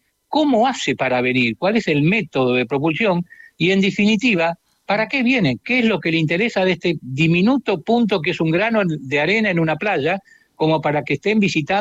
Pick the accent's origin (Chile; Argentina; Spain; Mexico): Argentina; Yo investigo en mi país, en Argentina, lo hemos recorrido de norte a sur.